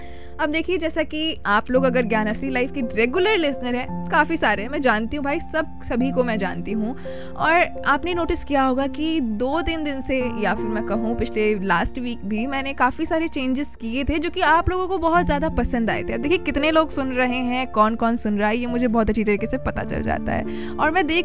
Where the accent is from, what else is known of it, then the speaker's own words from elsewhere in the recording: Uttar Pradesh, India; अब देखिए अगर हम उत्तर प्रदेश से हैं